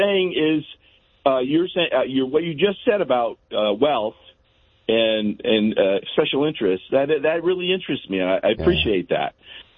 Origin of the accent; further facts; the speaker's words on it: Connecticut, United States; I'm from Connecticut. All of Connecticut takes it.